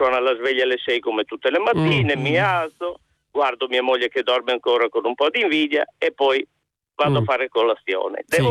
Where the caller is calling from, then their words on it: Emilia-Romagna, Italy; Siamo in mezzo ai nostri campi belli verdi che vi invito a vedere, a vedere la Romagna.